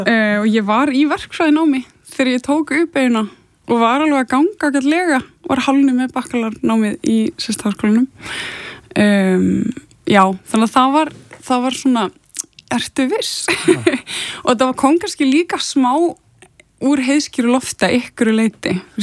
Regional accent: Gothenburg, Västra Götaland County, Sweden; born or raised there

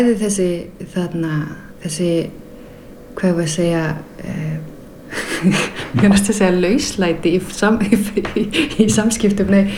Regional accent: Denmark; now in Iceland; Nú er ég alin upp í Danmörku og það er það mjög mjög sjaldan að þú verður fyrir reiði í opinberu rými

